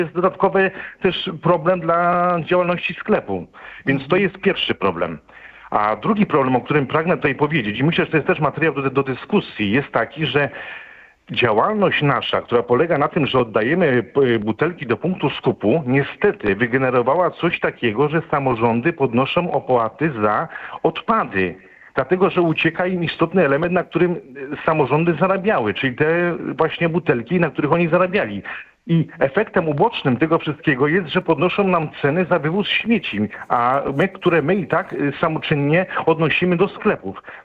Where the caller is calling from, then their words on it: Łódź, Łódź Voivodeship, Poland; jestem z Łodzi